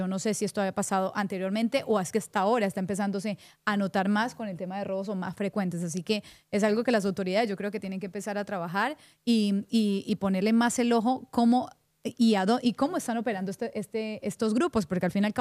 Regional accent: Colombia; Soy colombiana.

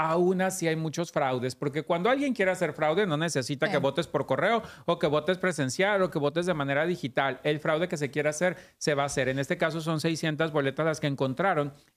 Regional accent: Mexico; moved away; yo como mexicano y que básicamente más de la mitad de mi vida la pasé allá

